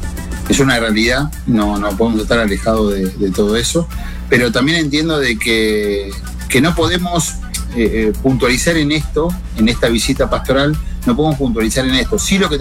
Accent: Argentina; nosotros como argentinos tenemos que buscar eso.

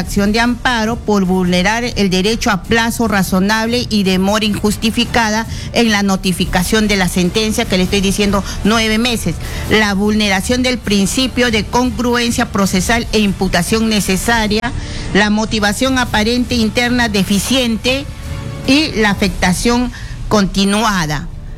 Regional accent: Lima, Peru; no recuerdo muy bien porque soy de Lima

